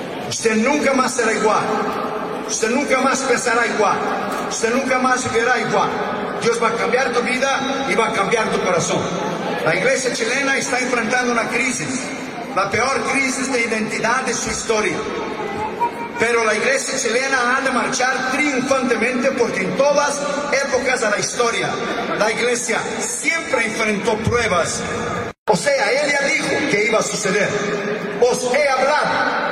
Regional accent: Brazil; Spanish is a second language; now in United States; yo soy brasileño, nacionalizado norteamericano, pero mi corazón es verde amarelo. Pero nosotros tenemos una segunda ciudadanía. En mi caso yo tengo una tercera ciudadanía

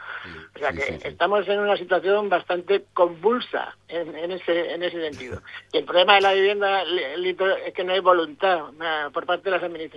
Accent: Canary Islands, Spain; siempre somos los canarios los que salvamos la temporada de verano.

